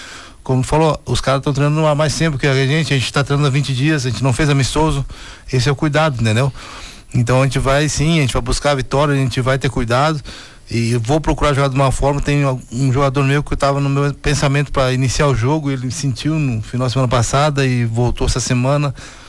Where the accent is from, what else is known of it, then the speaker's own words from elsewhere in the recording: Bento Gonçalves, Rio Grande do Sul, Brazil; eu sou de Bento Gonçalves